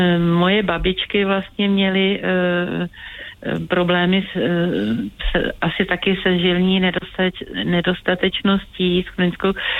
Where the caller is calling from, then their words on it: Liberec, Liberec Region, Czechia; Dobrý den, já jsem posluchačka z Liberce.